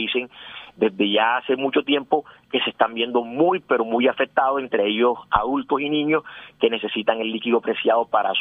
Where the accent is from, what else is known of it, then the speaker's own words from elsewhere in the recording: Barranquilla, Atlántico, Colombia; donde nosotros como barranquilleros gozamos de la mayoría de las acciones